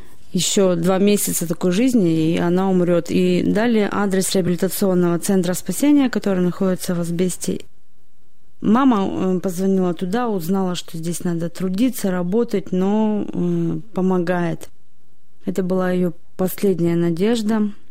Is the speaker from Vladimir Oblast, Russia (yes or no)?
no; Nizhny Tagil, Sverdlovsk Oblast, Russia; мне 30 лет. Родилась и выросла в Нижнем Тагиле.